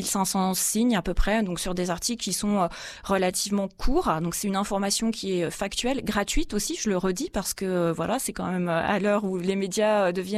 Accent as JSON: {"language": "French", "region": "Bourgogne-Franche-Comté", "country": "France", "tie": "born or raised there", "moved": "as an adult", "lives_now": "Nantes area, France", "said": "au Progrès en Franche-Comté puisque c'est ma région natale."}